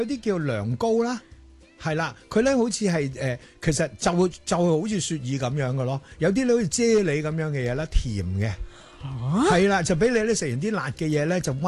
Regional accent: China; 其实呢样嘢咧，我哋中国人咧，其实多唔多食嘅咧，就系一啲滑潺潺嘅嘢。

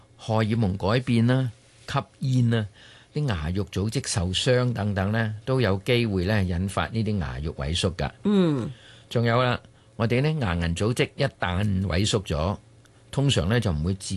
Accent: Guangdong, China; 咁同我哋广东人所讲嘅执人口水尾咧

